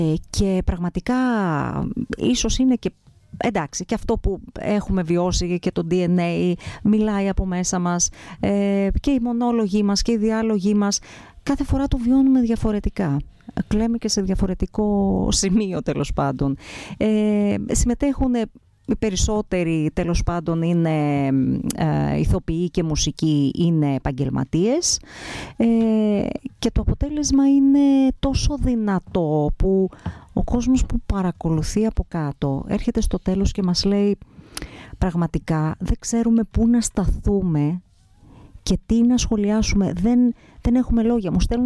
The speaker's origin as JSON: {"language": "Greek", "town": "Koryfi", "region": "Central Macedonia", "country": "Greece", "said": "Το χωριό μου είναι η κορυφή Κιλκής"}